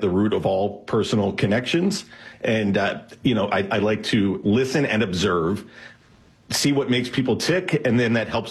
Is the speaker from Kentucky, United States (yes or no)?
no; Pennsylvania, United States